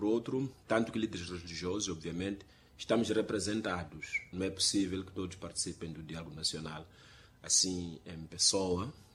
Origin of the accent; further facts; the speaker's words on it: Mozambique; Nós, como moçambicanos